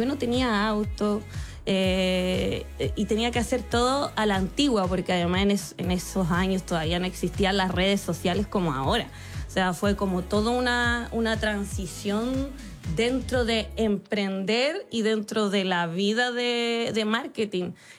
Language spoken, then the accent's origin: Spanish; Valparaíso, Chile; also born or lived in Santiago; porque yo soy de Valparaíso, de región.